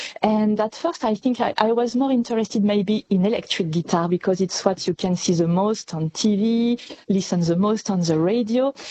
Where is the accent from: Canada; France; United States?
France; Charolles, Bourgogne-Franche-Comté; English is a second language; I was born in France, and I grew up in France in a beautiful green countryside in Burgundy, in a little village called Charolles, where we have very white cows, white Charolaise. And I was raised there.